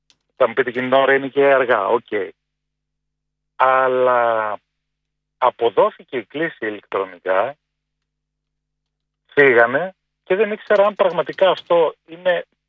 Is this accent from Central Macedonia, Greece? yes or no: yes; Thessaloniki, Central Macedonia, Greece; Εγώ είμαι από Θεσσαλονίκη